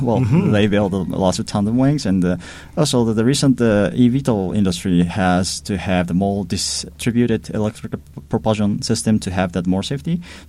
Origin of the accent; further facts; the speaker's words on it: Japan; I came from Japan.